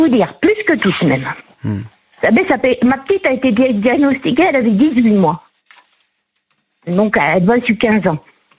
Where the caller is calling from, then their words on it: Auvergne-Rhône-Alpes, France; je suis en Savoie